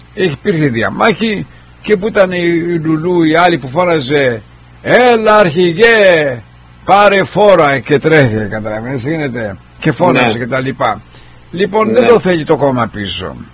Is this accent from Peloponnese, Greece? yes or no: no; Kefalonia, Ionian Islands, Greece; το νησί μου η Κεφαλονιά